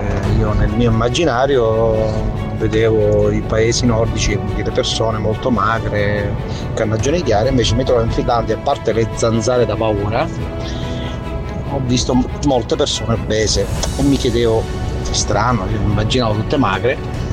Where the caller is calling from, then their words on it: Santa Teresa di Riva, Sicily, Italy; Ciao a tutti … vengo da Santa Teresa di Riva in provincia di Messina